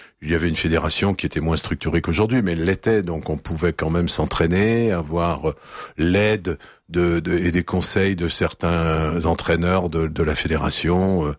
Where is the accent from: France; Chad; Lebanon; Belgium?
France